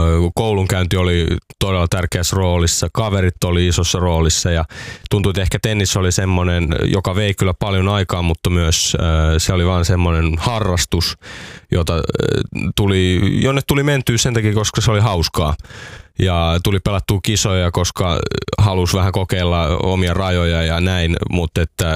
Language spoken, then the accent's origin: Finnish; Porvoo, Uusimaa, Finland; nyt mä oon Porvoosta kotosin